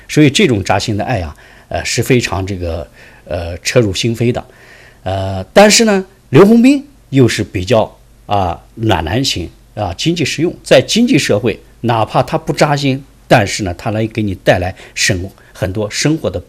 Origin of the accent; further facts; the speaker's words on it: China; 我们认为我们是中国人就是有同样的文化根。